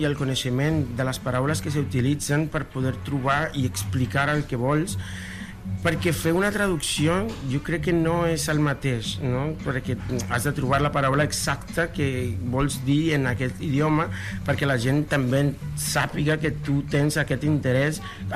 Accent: Mexico; Catalan is a second language; now in Spain

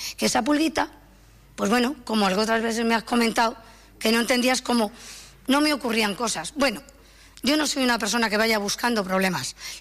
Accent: San Andrés de la Barca, Catalonia, Spain; Soy nativa de San Andrés de la Barca, aunque no soy nacida aquí. Pero vine cuando tenía 9 años, en el 74, al Palau.

